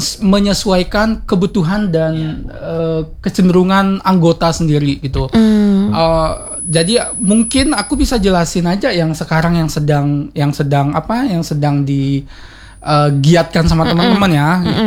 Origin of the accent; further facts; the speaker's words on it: Sumbawa, West Nusa Tenggara, Indonesia; moved away; Saya orang Sumbawa malah.